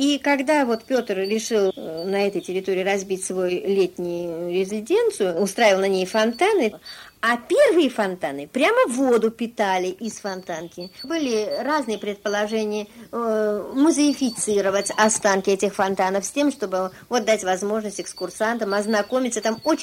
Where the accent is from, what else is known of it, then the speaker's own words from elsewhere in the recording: Saint Petersburg, Russia; born there; Я родилась в Ленинградке и очень люблю свой город.